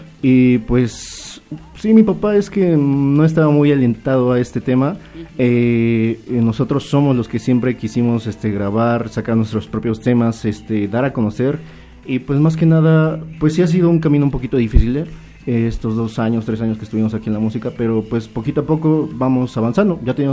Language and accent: Spanish; Yauhquemehcan, Tlaxcala, Mexico; orgullosamente tlaxcaltecas. Somos cerquita de aquí de Apizaco, somos de Santa Úrsula, Sinaloatepec, Yauquemecan